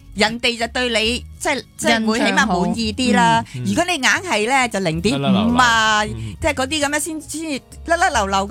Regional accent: Hong Kong; 其實我哋香港人都唔係好擅長。

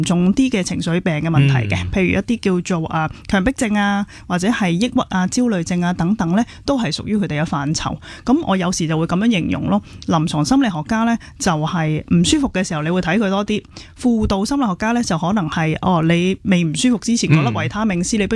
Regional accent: Chaozhou, Guangdong, China; 我原生家庭系好多人噶，我都系嚟自一个潮州嘅大家庭啦。

